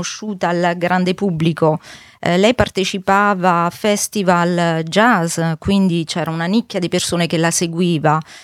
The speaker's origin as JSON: {"language": "Italian", "country": "France", "tie": "born or raised there"}